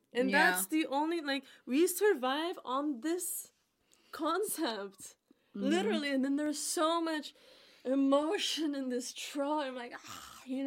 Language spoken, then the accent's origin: English; Canada; And, like, somehow, like, for me, this mixture of growing up in Canada